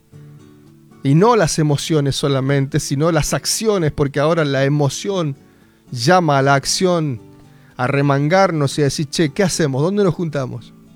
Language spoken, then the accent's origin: Spanish; Argentina; somos recontra argentinos.